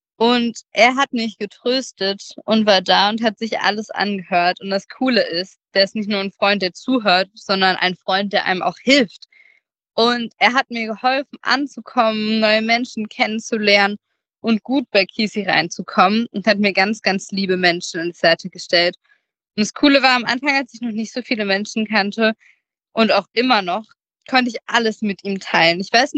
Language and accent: German; Germany; moved away as an adult; now in Austria; vielleicht hört ihr schon, ich komme gar nicht aus Österreich, sondern ich komme aus Deutschland und ich wohne ziemlich weit weg. Als ich nach Österreich gekommen bin, sind wir 9 Stunden mit dem Auto gefahren